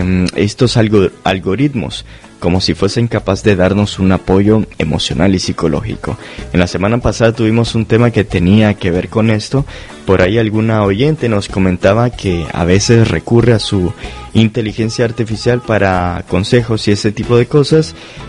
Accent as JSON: {"language": "Spanish", "country": "Nicaragua", "moved": "yes", "lives_now": "Washington metropolitan area, United States", "said": "En lo particular, soy de Nicaragua"}